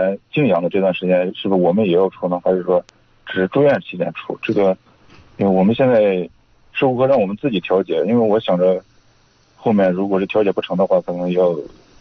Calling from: Yanhu District, Shanxi, China; 就是盐湖区的。

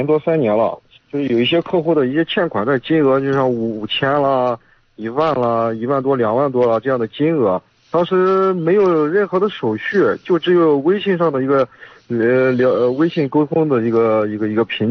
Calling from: Yuncheng, Shanxi, China; 盐湖区的。

